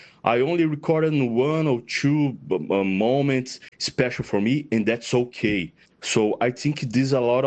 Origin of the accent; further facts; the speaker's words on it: Brazil; I'm from Brazil.